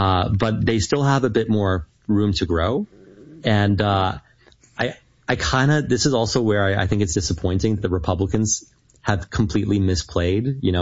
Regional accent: Canada; And as a Canadian, and I see this reflected in many Americans as well, there's just this overall sense of exhaustion

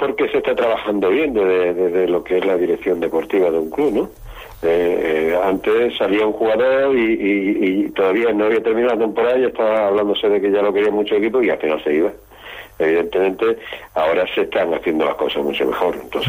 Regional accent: Málaga, Andalusia, Spain; los que nos gusta el fútbol formativo y somos de Málaga, pues conocemos bien todo lo que ha salido de la cantera de Málaga.

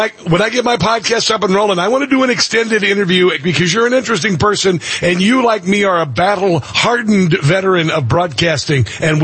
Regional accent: Iowa, United States; Even though I was a white boy from Iowa

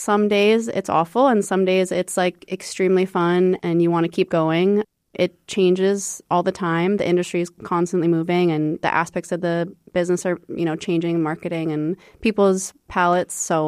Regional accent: Washington, United States; moved away as an adult; now in Fargo, United States; and we came from Washington State, and we saw a gap in the industry that what Fargo had to offer.

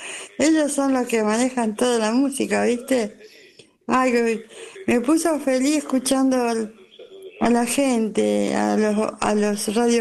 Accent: Tafí Viejo, Tucumán, Argentina; siempre fui feliz. En mi niñez, en mi adolescencia, ahí en Tafí Viejo y en Tucumán.

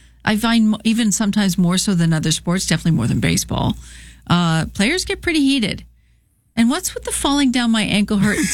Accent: Canada; I am Canadian and hockey and baseball are pretty much number one for me.

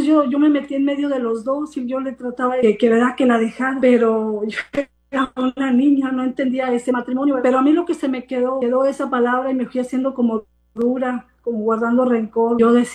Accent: San Luis Potosí, Mexico; moved away; yo soy de San Luis, ¿verdad? Como te dije, en ese ranchito que yo vivía

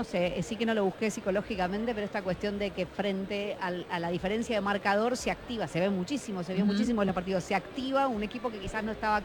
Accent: Argentina

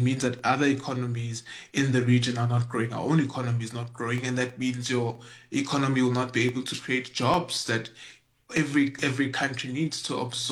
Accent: South Africa; We also have, as South African citizens, very valid concerns around how migration continues to impact a number of flashpoints within our society.

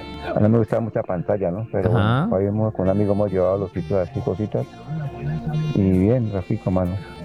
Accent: Pereira, Risaralda, Colombia; mi pueblo también quedó muy acabado, Pereira.

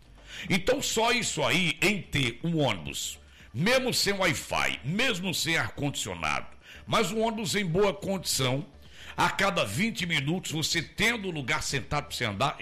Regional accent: Natal, Rio Grande do Norte, Brazil; Daqui nasci em Natal, em 66, e eu usei o 38, morava na Cidade da Esperança, passei 20 anos da minha vida usando o 38, era da Cidade da Esperança

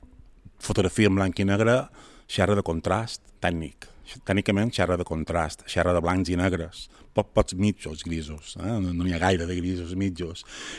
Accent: Llubí, Balearic Islands, Spain; estava en un grupament d'escolta de Mallorca, jo som mallorquí, som de Llubí, estava en un grupament de Palma

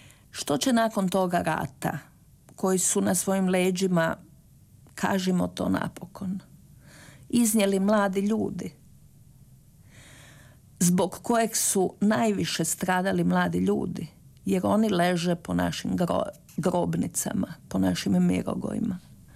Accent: Croatia

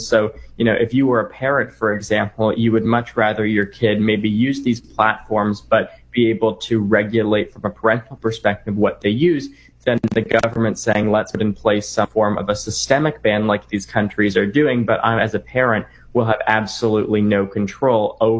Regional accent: Canada; Yeah, or my home country of Canada either

